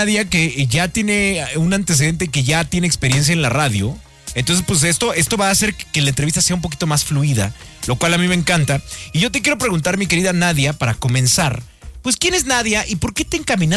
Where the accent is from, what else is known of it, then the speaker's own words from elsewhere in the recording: Mexico; Yo tengo la hipótesis de que como mexicanos nacimos en un lugar donde maravillosamente tenemos todos los mejores platillos del planeta.